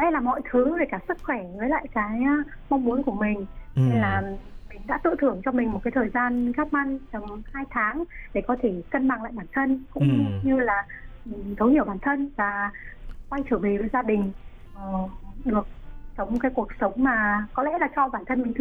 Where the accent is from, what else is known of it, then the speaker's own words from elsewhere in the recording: Lạng Sơn, Vietnam; Mình quê ở Lạng Sơn.